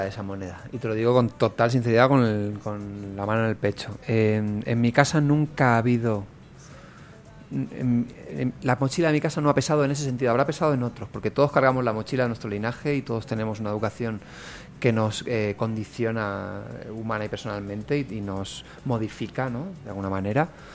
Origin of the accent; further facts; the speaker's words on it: Colombia; Yo soy colombiano, parcero. Soy un poco parcero, pero rolo como tal, no, yo soy de todas partes. Yo soy paisa, yo soy rolo, yo soy costeño.